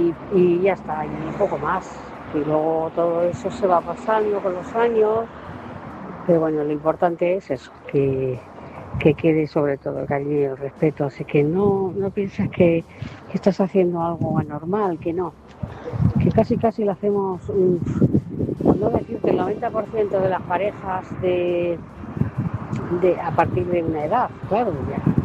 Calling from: Móstoles, Community of Madrid, Spain; Buenas noches, Maite … de Móstoles.

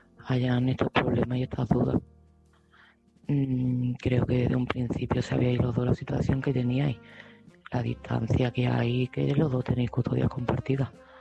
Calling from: Seville, Andalusia, Spain; de Sevilla.

